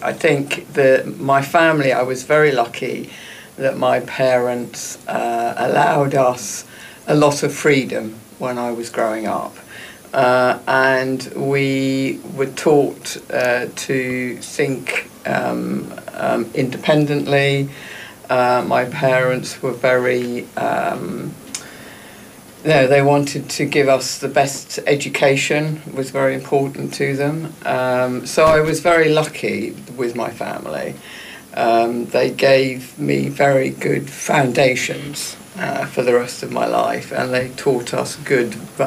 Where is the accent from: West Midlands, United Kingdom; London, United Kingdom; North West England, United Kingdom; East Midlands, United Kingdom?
London, United Kingdom; moved away as an adult; I was born in London and spent the first 30 years of my life there.